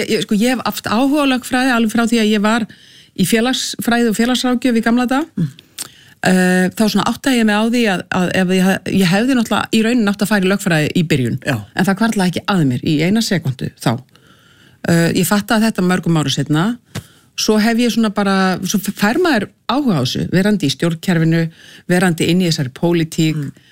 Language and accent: Icelandic; Reykjavík, Capital Region, Iceland; en ég uppalinn í Reykjavík, í skólagangan var hérna í Beðaltunni sko